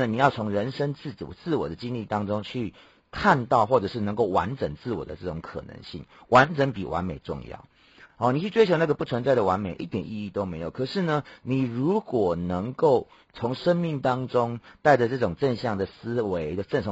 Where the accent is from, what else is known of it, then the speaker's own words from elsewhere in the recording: Taiwan; 就是我们台湾人喜欢讲诠释